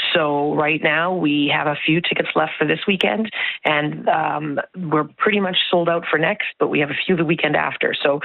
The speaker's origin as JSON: {"language": "English", "town": "St. Andrews", "region": "Manitoba", "country": "Canada", "tie": "born or raised there", "said": "Well, I grew up in St. Andrews, so I've been going there since I was a little tot."}